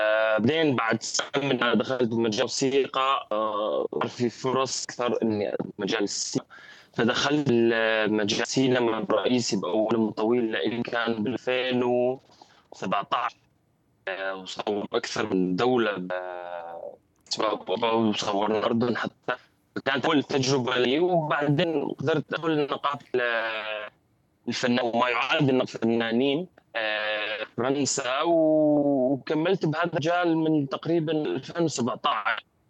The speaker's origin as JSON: {"language": "Arabic", "town": "Deir ez-Zor", "region": "Deir ez-Zor Governorate", "country": "Syria", "moved": "yes", "lives_now": "Paris, France", "said": "أنا سوري محصر لأبناء مدينة زور"}